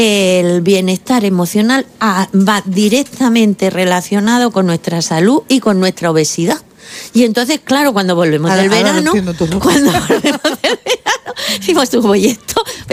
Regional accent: Cieza, Region of Murcia, Spain; Las frutas, pues bueno, soy de Cieza, que también saludo, aprovecho para saludar a mis paisanos.

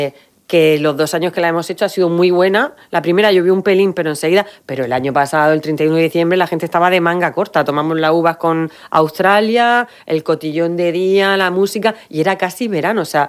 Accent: Spain; me va a doler en el alma, os conozco, soy español

